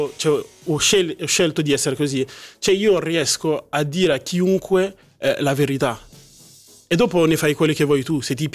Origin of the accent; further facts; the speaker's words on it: Geneva, Switzerland; io sono di Ginevra